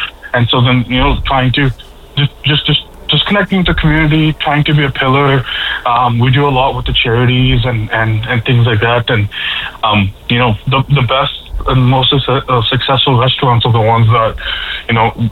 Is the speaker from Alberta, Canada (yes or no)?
yes; Edmonton, Alberta, Canada; born or raised there; moved away as an adult; also born or lived in Moncton; now in Newfoundland, Canada